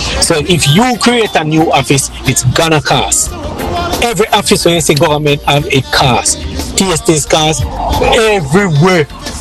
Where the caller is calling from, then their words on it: Jamaica; we as Jamaican